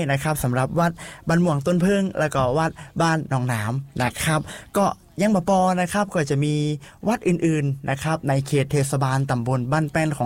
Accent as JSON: {"language": "Thai", "region": "Lamphun", "country": "Thailand", "accent": "Kham Mueang (Northern Thai)"}